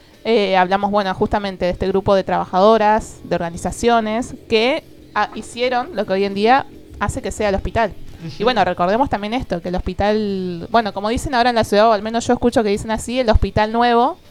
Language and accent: Spanish; Reconquista, Santa Fe, Argentina; Sí, de Reconquista, y bueno, voy y vengo de Avellaneda también.